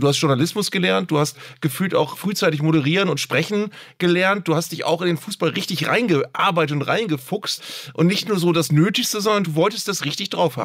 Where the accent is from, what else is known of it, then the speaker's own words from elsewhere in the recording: Bremen, Germany; Ich bin Bremer